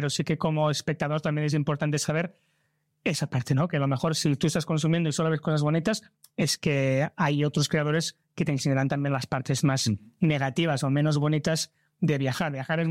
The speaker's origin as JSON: {"language": "Spanish", "town": "Barcelona", "region": "Catalonia", "country": "Spain", "said": "yo vengo de Barcelona"}